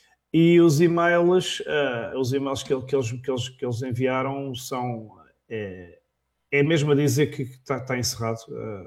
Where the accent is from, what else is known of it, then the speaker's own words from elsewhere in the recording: Portugal; sendo português